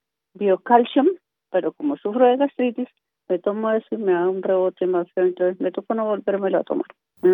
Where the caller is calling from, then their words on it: Bogotá, Colombia; Yo vivo en Bosa